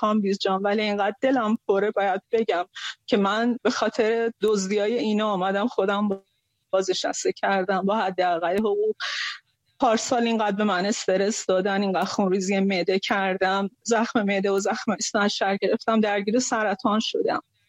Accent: Khuzestan, Iran

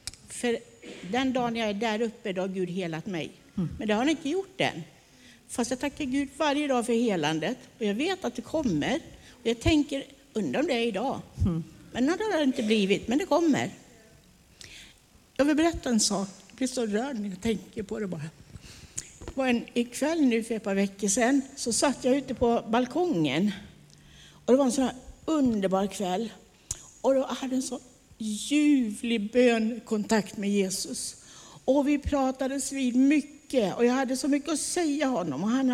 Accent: Småland, Sweden; moved away; i Småland där jag kommer ifrån så säger man att väggarna börnar.

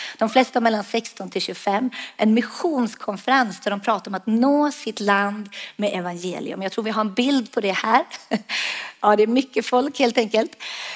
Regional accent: Sweden; Jag stod med tolken och skulle förklara att ja, vi kommer ju från Sweden.

